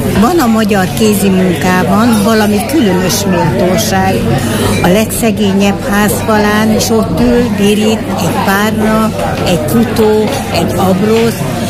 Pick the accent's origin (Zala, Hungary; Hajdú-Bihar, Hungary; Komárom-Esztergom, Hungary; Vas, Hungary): Hajdú-Bihar, Hungary; Debrecen; Debrecenből jöttem a Bocskai kertbe, hogy megtekintsem ezt a szép kiállítást